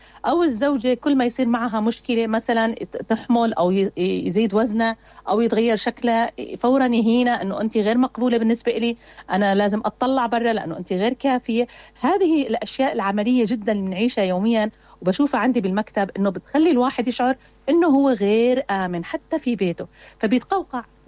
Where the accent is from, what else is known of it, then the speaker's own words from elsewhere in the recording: Syria; نحن مجتمع سوري